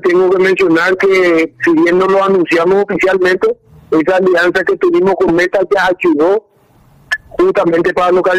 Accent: Paraguay

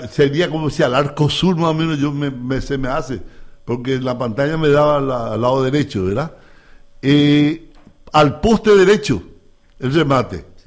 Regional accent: Paraguay

